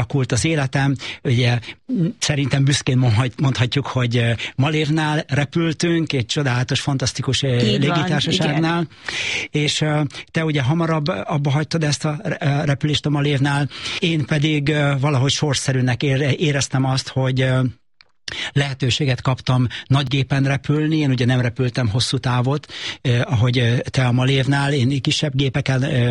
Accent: Szeged, Csongrád-Csanád, Hungary; born or raised there

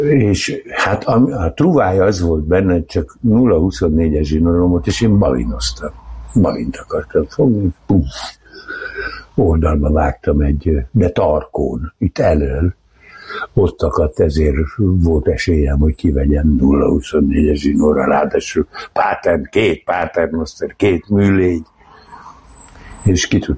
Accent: Tatabánya, Komárom-Esztergom, Hungary; born there; Igen, ott születtem, de valójában nem tatabányaiak vagyunk

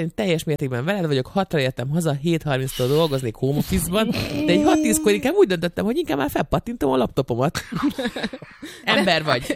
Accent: Hungary; Én tisztességes magyar nő vagyok

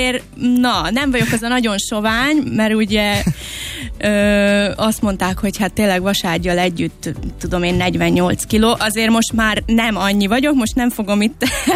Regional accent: Komárno, Nitra Region, Slovakia; Felvidéken születtem, Komáromban, uh-huh. Révkomáromban, és egy kis faluban nevelkedtem tulajdonképpen uh-huh. a szüleimmel, és 4 testvéremmel, és 5. gyerekként születtem.

